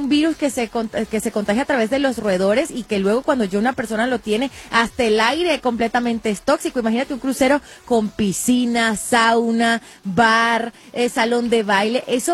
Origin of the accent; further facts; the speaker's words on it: Venezuela; yo soy venezolana